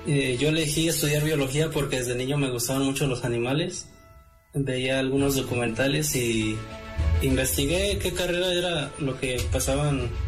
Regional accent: Acatlán, Puebla, Mexico; born there; soy biólogo, nací aquí en la Mixteca de Acatlán.

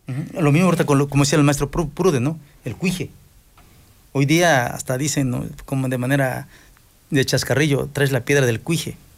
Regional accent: Raboso, Puebla, Mexico; aquí, en mi pueblo Raboso

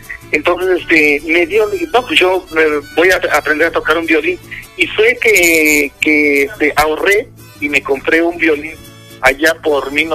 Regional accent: Huanca, Mexico; born there; Y trabajaba en las comunidades de ahí del municipio de Huanca, en donde yo nací.

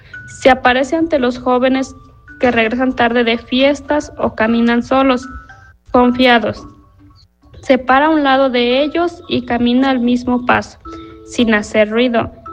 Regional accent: Santa Cecilia Clavijero, Mexico; Somos originarios de Santa Cecilia Clavijero

